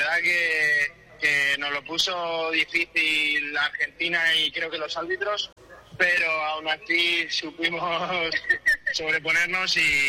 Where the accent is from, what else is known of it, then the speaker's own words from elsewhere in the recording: Madrid, Community of Madrid, Spain; Soy del centro de Madrid.